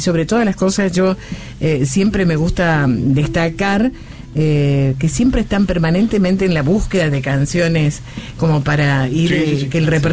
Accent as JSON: {"language": "Spanish", "region": "Tucumán", "country": "Argentina", "said": "yo sea tucumana también"}